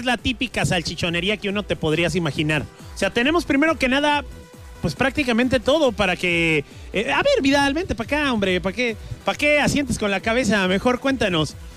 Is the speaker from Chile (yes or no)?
no; Guanajuato, Mexico; moved away; Soy de Guanajuato